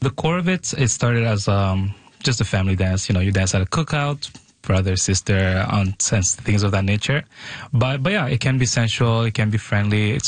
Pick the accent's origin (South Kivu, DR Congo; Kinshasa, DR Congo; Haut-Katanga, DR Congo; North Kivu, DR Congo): South Kivu, DR Congo; Bukavu; now in Ottawa, Canada; Okay, so living in Congo at the time, I'm from Bukavu, so it's on the eastern side of Congo.